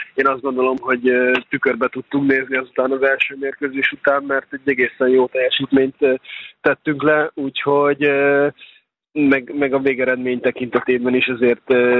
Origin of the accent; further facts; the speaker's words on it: Hungary; magyarként ezt meg tudjuk élni.